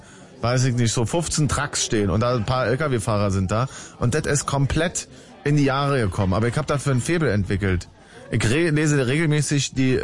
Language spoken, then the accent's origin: German; Germany; Als Deutscher ist das doch irgendwie, gehört dazu.